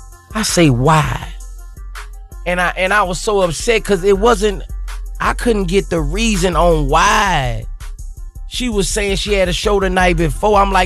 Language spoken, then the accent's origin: English; Baton Rouge, Louisiana, United States; But I mean I'm from Baton Rouge, Louisiana.